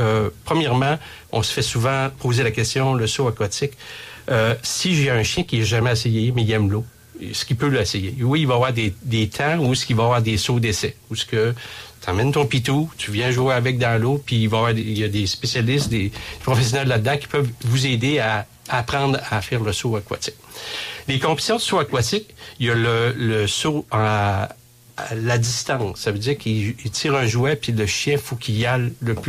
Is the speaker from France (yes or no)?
no; Quebec, Canada; nous, on est Québécois